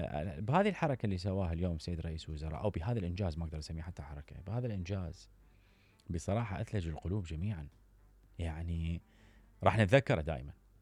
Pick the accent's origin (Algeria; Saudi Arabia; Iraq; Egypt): Iraq; عندنا بالعراق احنا